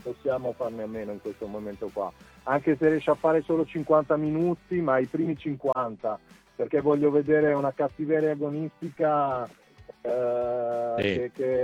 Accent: Apulia, Italy; te lo dico da pugliese

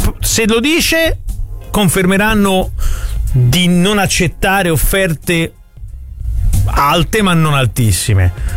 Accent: Florence, Tuscany, Italy; born there; lo dite a me che ci sono nato in centro a Firenze.

